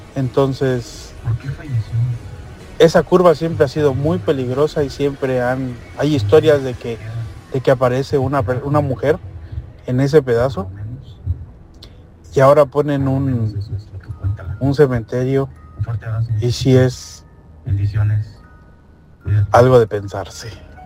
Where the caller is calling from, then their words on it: Berriozábal, Chiapas, Mexico; yo vivo en Berriozábal ahorita.